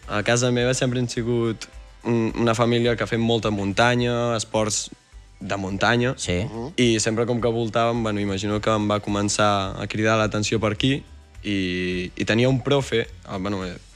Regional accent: Berga, Catalonia, Spain; Sí, sí, sóc de Berga.

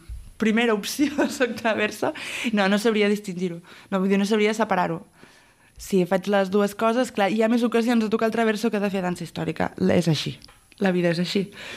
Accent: Balearic Islands, Spain; Som de Menorca, sí.

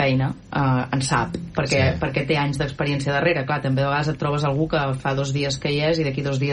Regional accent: Catalonia, Spain; Jo soc del Pla de l'Estany

